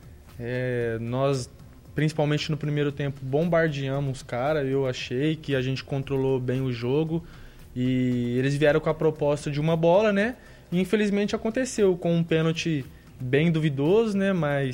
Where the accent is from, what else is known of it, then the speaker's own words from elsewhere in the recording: Itanabi, São Paulo, Brazil; Eu sou de Itanabi, São Paulo.